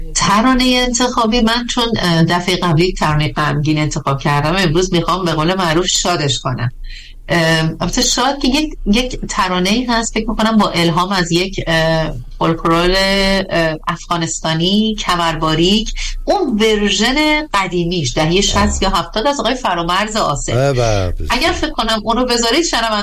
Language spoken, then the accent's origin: Persian; Iran; چون من ایرانیم